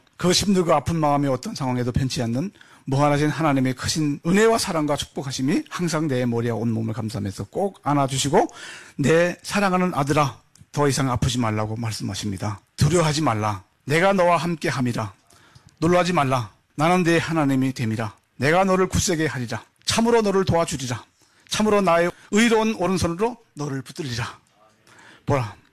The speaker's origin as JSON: {"language": "Korean", "country": "North Korea", "lives_now": "South Korea", "said": "그래서 제가 기자회견 할게 해서 나는 북한 놈 맞아. 그렇게 폭로해버렸어요."}